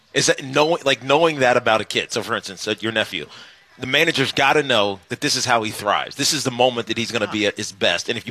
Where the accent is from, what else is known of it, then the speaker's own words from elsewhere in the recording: Virginia, United States; moved away; I grew up in Virginia